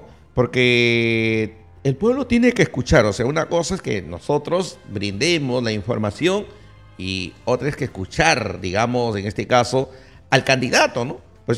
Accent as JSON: {"language": "Spanish", "town": "Olmos", "region": "Lambayeque", "country": "Peru", "said": "para todos nosotros los olmanos"}